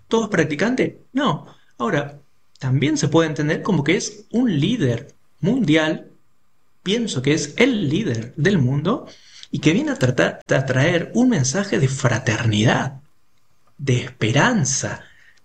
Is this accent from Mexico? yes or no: no; Barranqueras, Chaco, Argentina; moved away; yo soy de Barranqueras, Chaco, y mi parroquia, que es la Inmaculada, la parroquia de mi barrio es de Don Orione.